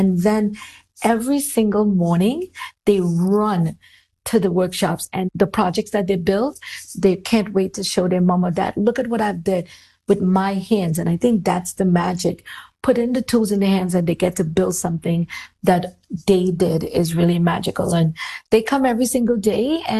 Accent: Trinidad & Tobago; So growing up in Trinidad and Tobago, everybody, included me, most people, want to be a barrister or, you know, a doctor.

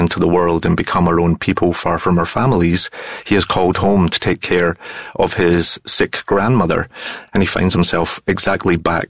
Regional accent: Glasgow, Scotland, United Kingdom; Yes, I mean, I am a Scotsman who grew up in Glasgow, but I had never been to the Outer Hebrides before.

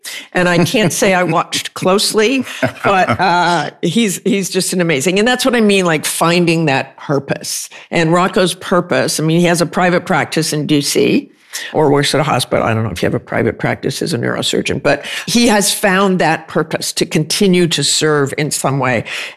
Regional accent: Salt Lake City, Utah, United States; born or raised there

